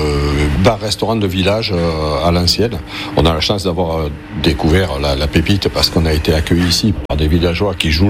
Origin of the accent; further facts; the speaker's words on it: Marseille, Provence-Alpes-Côte d'Azur, France; now in Cucuron, France; je suis à l'origine, je suis marseillais